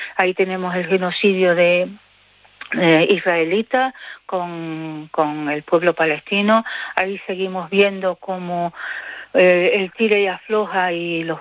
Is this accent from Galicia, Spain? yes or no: no; Canary Islands, Spain; las mujeres que pertenecemos a este Tagorol y que somos de Tenerife, hemos querido hacer una iniciativa para este 24 de marcha